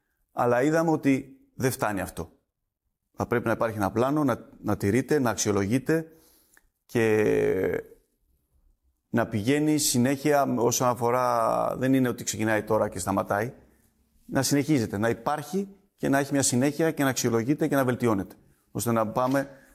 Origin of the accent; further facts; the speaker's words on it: Athens, Attica, Greece; born there; also born or lived in Gagarin, Uzbekistan; Ήμουν 8 χρονών. Ήρθαμε, κάναμε μια εβδομάδα με το τρένο. Περάσαμε από Θεσσαλονίκη και καταλήξαμε Αθήνα.